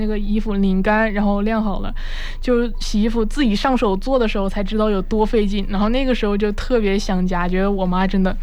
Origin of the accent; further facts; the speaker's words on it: Hubei, China; moved away as an adult; now in Guangxi, China; 然后我是湖北的嘛